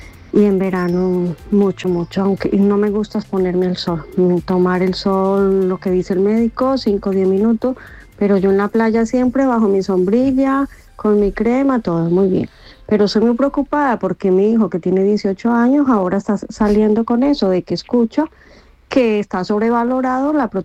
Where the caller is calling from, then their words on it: Mijas, Andalusia, Spain; de Mijas.